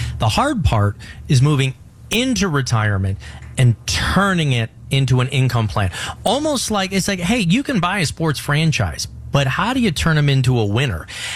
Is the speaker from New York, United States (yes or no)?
no; Chicago, Illinois, United States; born or raised there